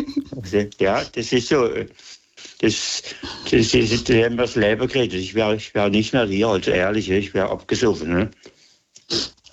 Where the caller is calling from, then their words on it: Lahr, Baden-Württemberg, Germany; ich bin aus Lahr.